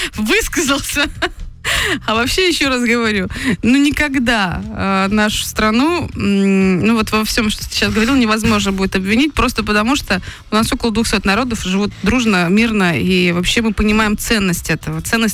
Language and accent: Russian; Russia